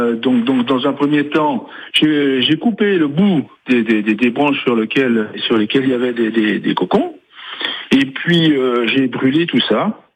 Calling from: Toul, Grand Est, France; j'habite à Toul

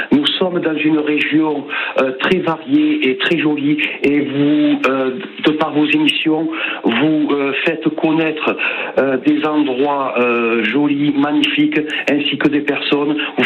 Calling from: Biscarrosse, Nouvelle-Aquitaine, France; De Biscarrosse

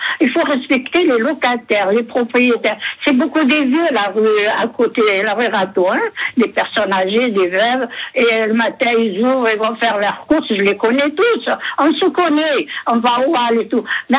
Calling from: Avignon, Provence-Alpes-Côte d'Azur, France; Moi, à Avignon, j'habite il y a longtemps. Je suis d'Avignon. Et la rue Rateau, moi, je ne suis pas rue des Teinturiers, mais on fait partie de la rue des Teinturiers.

